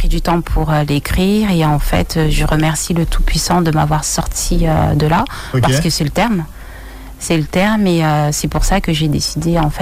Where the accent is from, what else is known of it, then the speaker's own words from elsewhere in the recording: French Guiana; born there; je suis guyanaise, je suis née ici. C'est vrai que je suis partie 33 ans.